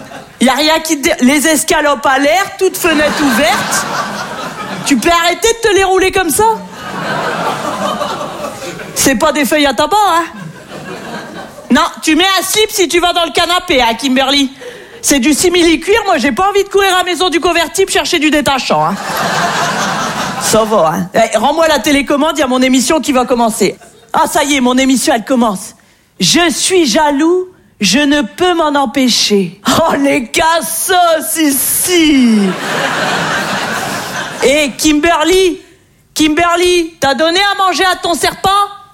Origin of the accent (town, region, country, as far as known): Hauts-de-France, France